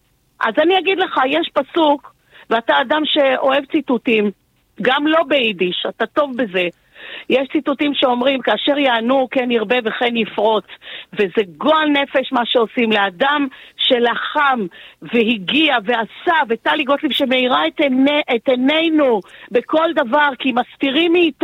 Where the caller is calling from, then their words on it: Petah Tikva, Central District, Israel; אני מפתח תקווה.